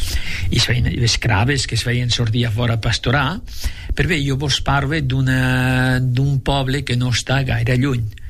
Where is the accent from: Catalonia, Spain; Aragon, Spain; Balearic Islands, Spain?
Aragon, Spain; Tamarit de Llitera; com que m'he criat a Tamarit de Llitera, que és al costat mateix